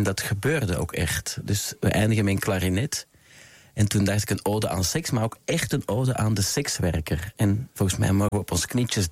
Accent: Belgium; moved away as an adult; now in Amsterdam, Netherlands; Nee, ik was 19. Ik kwam van een boerengehucht uit België. Ik kwam in Amsterdam terecht. Ik ging hier studeren, Nederland.

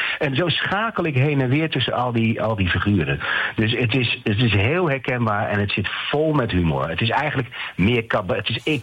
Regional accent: Groningen, Netherlands; En bij ons in ik kom uit Groningen oorspronkelijk. Nou, daar zie je het heel veel.

